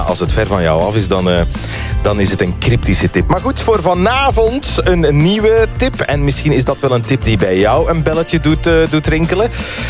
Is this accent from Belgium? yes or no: yes; Limburg, Belgium; born there; Het was namelijk de zwevende kapel in Helshoven. Dat is mijn geboortestreek in de Haspengouw. Niet zo gek ver van Sint-Truiden.